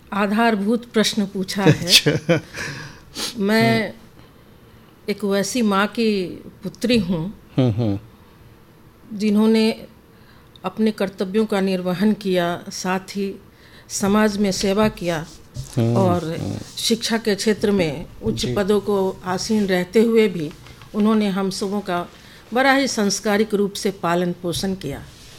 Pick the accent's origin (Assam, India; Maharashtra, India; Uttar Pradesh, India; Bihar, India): Bihar, India; Madhubani; now in Darbhanga, India; मैं यहाँ रहने वाली तो मधुबनी की हूँ।